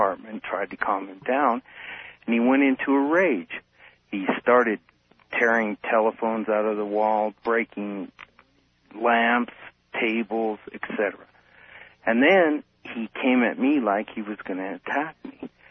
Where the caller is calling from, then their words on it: Denver, Colorado, United States; I'm calling from Denver.